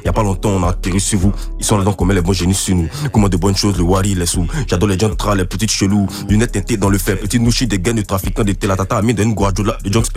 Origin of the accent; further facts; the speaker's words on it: Abidjan, Côte d’Ivoire; born there; also born or lived in Bingerville / Bonoua / Bouaké; j'ai grandi à la Riviera Palmeraie.